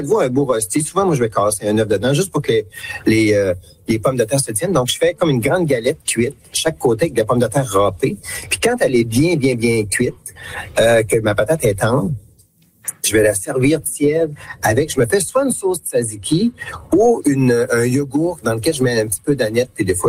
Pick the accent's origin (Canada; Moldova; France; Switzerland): Canada; Quebec; Puis ils font tous les événements chez nous en Gaspésie.